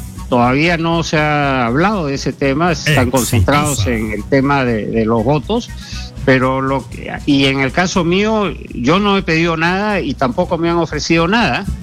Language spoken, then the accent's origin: Spanish; Peru; No puede ser pues que todos somos peruanos, todos estamos metidos en el mismo barco, ¿no?